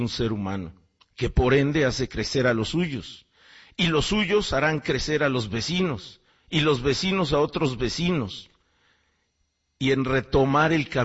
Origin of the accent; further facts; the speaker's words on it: Mexico; Pero soy mexicano y me encanta más mi país, por supuesto, igual que usted, igual que a todos, soy mexicano.